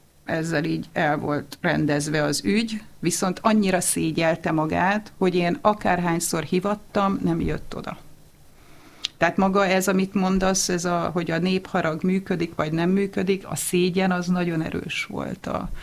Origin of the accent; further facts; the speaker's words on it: Budapest, Hungary; Tehát én Budapesten születtem, Budapesten éltem mindig.